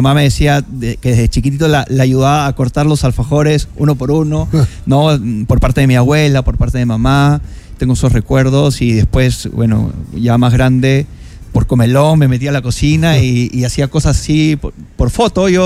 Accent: Peru; moved away; nosotros como cocineros peruanos

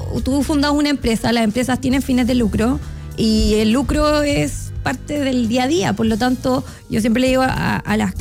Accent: southern Chile, Chile; yo que vengo del sur de Chile

